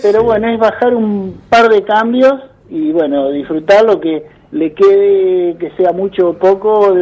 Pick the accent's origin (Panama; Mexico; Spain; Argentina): Argentina; San Bernardo, Buenos Aires Province; now in Mar de Ajó, Argentina; En realidad siempre viví en San Bernardo.